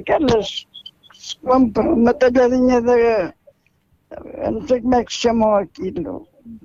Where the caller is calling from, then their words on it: Portugal; Sim, eu sou aqui do Vilar também, do Poiares.